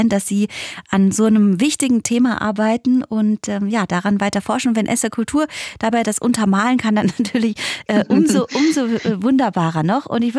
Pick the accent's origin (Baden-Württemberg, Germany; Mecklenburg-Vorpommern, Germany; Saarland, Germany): Saarland, Germany; moved away; also born or lived in Cologne; so ist das ja mit uns Saarland. Ich habe selber auch 15 Jahre in Köln verbracht und da bin ich wieder.